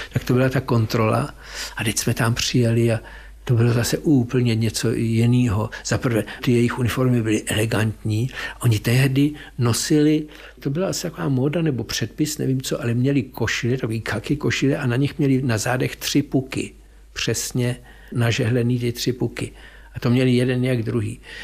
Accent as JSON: {"language": "Czech", "town": "Plzeň", "region": "Plzeň Region", "country": "Czechia", "moved": "yes", "said": "Poněvadž jsem Plzeňák a v Plzni máme mnoho příbuzenstva"}